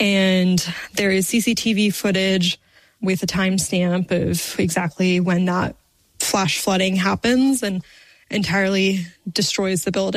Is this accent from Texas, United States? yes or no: yes; Dallas, Texas, United States; We grew up in Dallas. They're both born in India, so they immigrated here in the 90s.